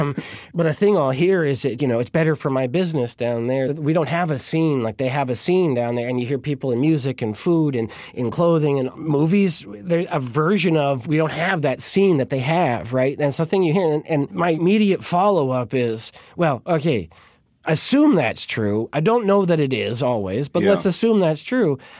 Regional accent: Montreal, Quebec, Canada; I grew up in a world in Montreal

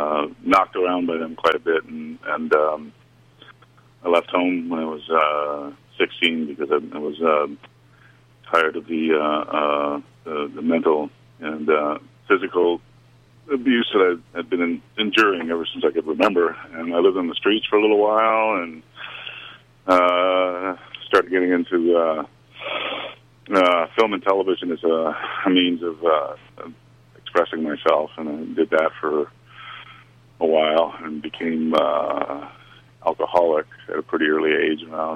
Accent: Inuvik, Northwest Territories, Canada; born there; I was born in Inuvik in the Northwest Territories in 1967.

